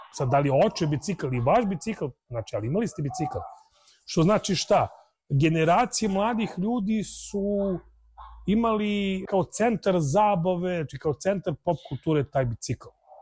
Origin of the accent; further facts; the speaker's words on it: Serbia; mi smo svašta prošli kao narod, ne samo mislim mi kao Srbi, nego bukvalno cela stara Jugoslavija je mislim prošla sve i svašta.